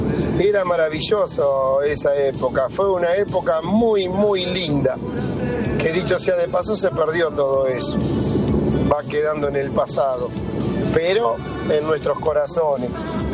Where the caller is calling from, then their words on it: Marcos Paz, Buenos Aires Province, Argentina; camionero de Marcos Paz.